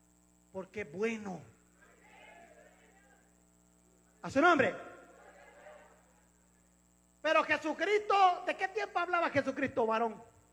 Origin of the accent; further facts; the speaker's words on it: El Salvador; yo soy salvadoreño como ustedes